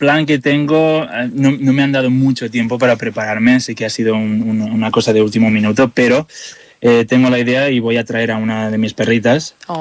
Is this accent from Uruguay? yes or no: no; Catalonia, Spain; Y bueno, yo soy de Cataluña, así que incluso también cuando vienen catalanes, incluso más, ¿no?